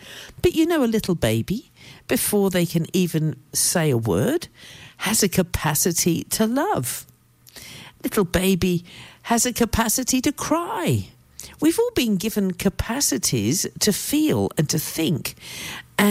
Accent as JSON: {"language": "English", "region": "South East England", "country": "United Kingdom", "tie": "born or raised there", "said": "I grew up in England. I'm a country bumpkin from the back. The back blocks of Oxfordshire, and we had a bus that came two times a week."}